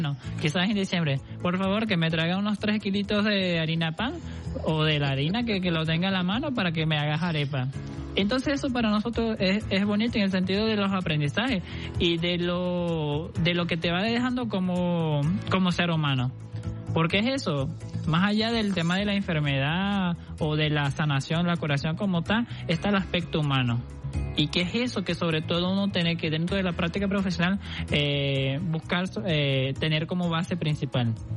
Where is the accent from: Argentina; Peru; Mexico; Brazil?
Brazil; No soy venezolano. ¿De dónde eres? Soy de Brasil.